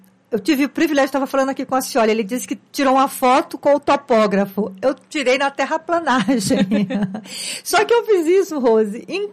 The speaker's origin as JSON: {"language": "Portuguese", "region": "Acre", "country": "Brazil", "said": "sou acriana, engenheira agrônoma, né? Formei aqui na Universidade Federal do Acre."}